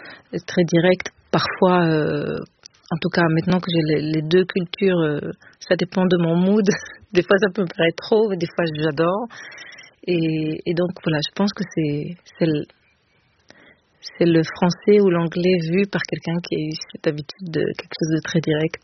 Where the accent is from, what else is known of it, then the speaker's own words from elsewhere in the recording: Israel; moved away; j'ai été élevée en Israël et qu'il y a quelque chose de très direct dans cette langue-là aussi.